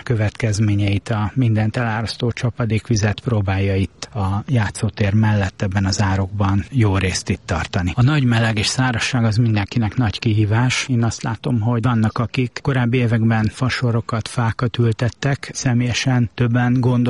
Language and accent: Hungarian; Budapest, Hungary; moved away; én óbudai vagyok.